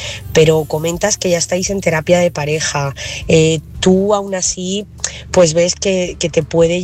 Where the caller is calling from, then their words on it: Talavera de la Reina, Castilla-La Mancha, Spain; corresponsal de Talavera.